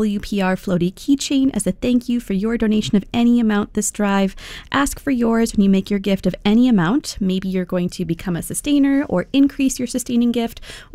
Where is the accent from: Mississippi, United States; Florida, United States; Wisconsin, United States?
Wisconsin, United States; Madison; born there